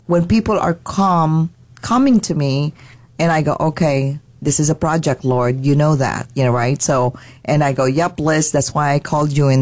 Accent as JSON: {"language": "English", "country": "Philippines", "said": "Well, tell her I'm Filipino, so she's probably going to like that."}